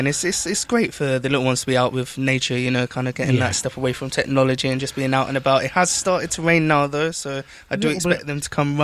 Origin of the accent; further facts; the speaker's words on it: London, United Kingdom; now in Isle of Wight, United Kingdom; growing up in London, in the city